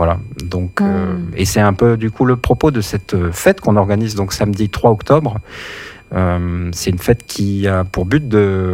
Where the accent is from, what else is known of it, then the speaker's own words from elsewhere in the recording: Saint-Basile, Auvergne-Rhône-Alpes, France; je suis arrivé comme ça à Desagnes, sachant que moi, je suis plutôt originaire du côté de Saint-Basile, un peu plus loin, de l'autre côté de la Mastre